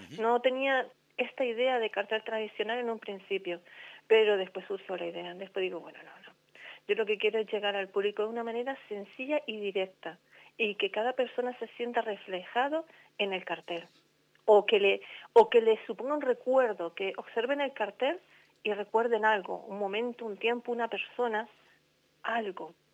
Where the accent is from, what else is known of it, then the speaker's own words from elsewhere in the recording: Canary Islands, Spain; nos une como canarios.